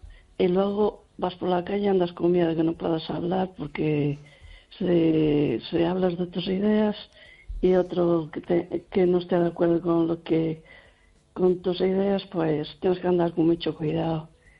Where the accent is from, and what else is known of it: Lugo, Galicia, Spain